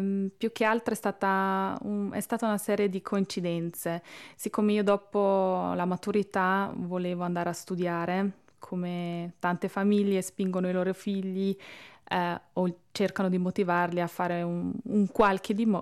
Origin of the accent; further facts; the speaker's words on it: Brunico, Trentino-Alto Adige, Italy; ho 25 anni, vengo da Brunico